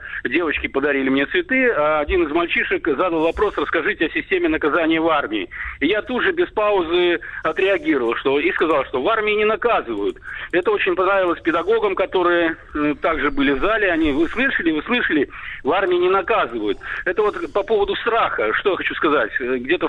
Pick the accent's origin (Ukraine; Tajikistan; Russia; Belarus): Belarus; И так как я, мое детство прошло в Беларуси, и там были популярны такие книги, как «Пионеры-герои»